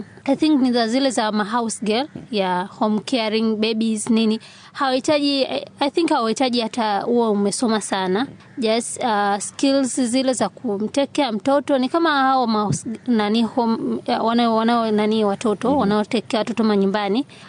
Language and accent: Swahili; Mikocheni, Dar es Salaam, Tanzania; natokea Mikocheni A.